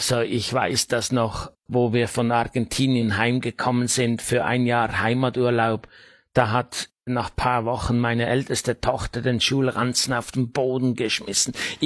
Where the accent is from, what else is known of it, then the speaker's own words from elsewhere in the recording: Switzerland; moved away; also born or lived in South America; Ich bin der einzige Schweizer. Kein anderer in unserer Familie kann Schweizerdeutsch. Also ich bin der Ausländer in meiner Familie.